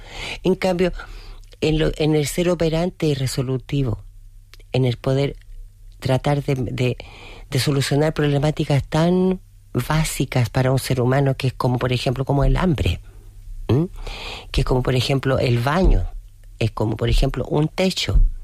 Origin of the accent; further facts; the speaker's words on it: Chile; porque en mi país la clase media es una caricatura, habemos chilenos ricos, hay chilenos ricos y habemos chilenos pobres.